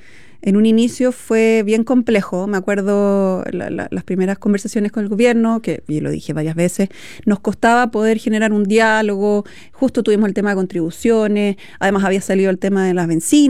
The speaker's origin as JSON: {"language": "Spanish", "country": "Chile", "said": "Y si en Chile tenemos unos bailes folclóricos maravillosos."}